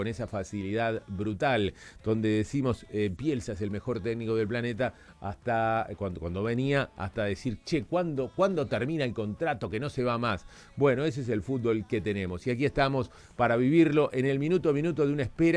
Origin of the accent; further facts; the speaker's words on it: Uruguay; así somos los uruguayos